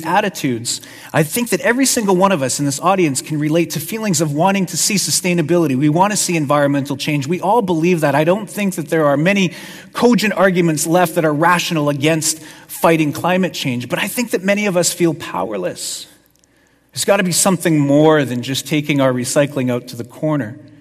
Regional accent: Winnipeg, Manitoba, Canada; I come from Winnipeg. I know that the Manitoba landscape can be very harsh.

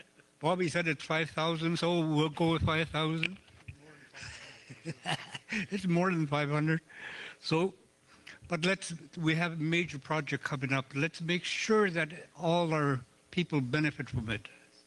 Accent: Fort Good Hope, Northwest Territories, Canada; I'm from Port Good Hope.

